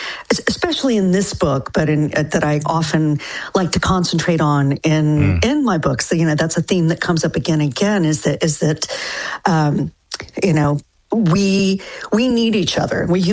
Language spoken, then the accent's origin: English; Denton, Texas, United States; moved away; it's a somewhat fictionalized account of my hometown, which is Denton, Texas. But when I lived there, you know, it was very small. There was only one high school, but it was such a unique place to be because, you know, it's North Texas, it's flat